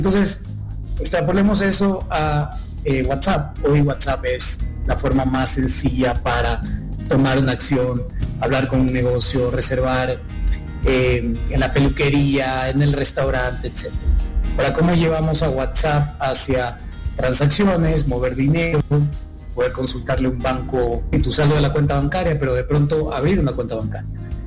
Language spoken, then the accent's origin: Spanish; Ecuador; yo soy originalmente de Ecuador